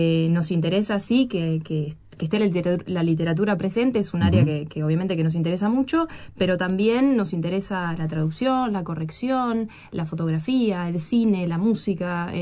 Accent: Carmelo, Colonia, Uruguay; de Carmelo, oriunda, uh-huh, de Carmelo, como yo.

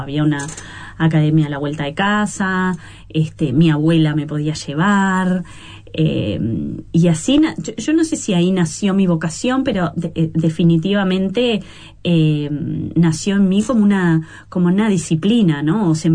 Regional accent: Uruguay; also born or lived in Montevideo, Uruguay; Yo crecí afuera. Mi padre era de Durazno y nada, nací en Montevideo, pero nos fuimos a vivir afuera, al campo

